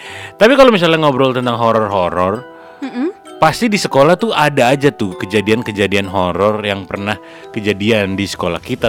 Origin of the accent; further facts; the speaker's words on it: Jakarta, Indonesia; born there; Saya sekolah di Jakarta dulu.